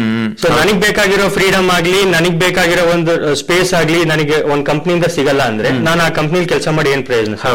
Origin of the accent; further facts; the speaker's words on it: Koppa, Karnataka, India; also born or lived in Bengaluru; So ನಾವು basically ಕೊಪ್ಪದಿಂದಾನೆ ನಾವು ಹುಟ್ಟು ಬೆಳೆದಿದ್ದೆಲ್ಲ ಕೊಪ್ಪದಲ್ಲೇ. ಅದಾದ್ಮೇಲೆ ನಮ್ ವಿದ್ಯಾಭ್ಯಾಸಕ್ಕೆ ನಾವು ಬೆಂಗಳೂರಿಗೆ ಹೋದ್ವಿ.